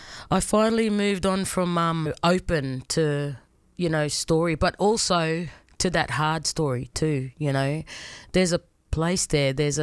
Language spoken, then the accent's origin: English; New South Wales, Australia; we'd meet all these other Aboriginal families that would come, like us, you know, we come all the way from Sydney or northern New South Wales